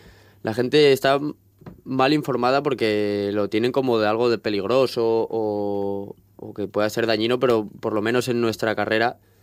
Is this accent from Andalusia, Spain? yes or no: no; Colunga, Asturias, Spain; O sea, salir de Asturias, la verdad que me cuesta bastante, y de Colunga, que es de donde soy.